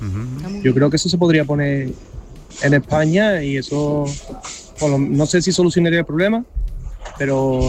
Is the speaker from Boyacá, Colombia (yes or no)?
no; Cali, Valle del Cauca, Colombia; now in Germany; Os escucho desde Alemania. Soy de Cali, pero os escucho desde Alemania, llevo ya muchos años viviendo aquí.